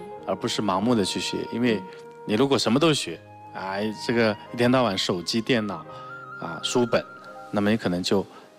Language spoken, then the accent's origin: Chinese; China